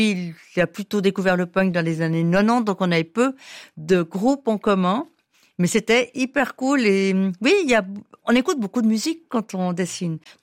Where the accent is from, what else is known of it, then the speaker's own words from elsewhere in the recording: Valais, Switzerland; accent: Valais accent; now in Lausanne, Switzerland; un côté pegnaude avec l'accent valaisan.